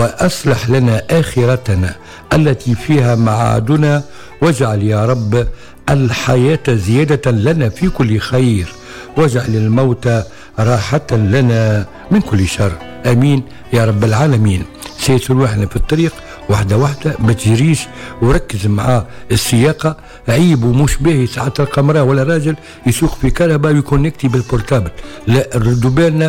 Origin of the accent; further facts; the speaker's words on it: Tunisia; ونقول ربي يحفظ بلادنا تونس الحبيبة